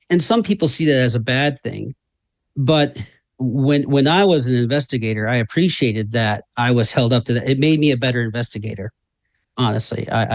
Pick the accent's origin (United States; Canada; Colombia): United States; Michigan; also born or lived in Marshall, Michigan / Kansas; now in Battle Creek, United States; I was born in Marshall, Michigan, 1971, raised in Emmett Township, went to Harper Creek Schools, 1990, graduated of Harper Creek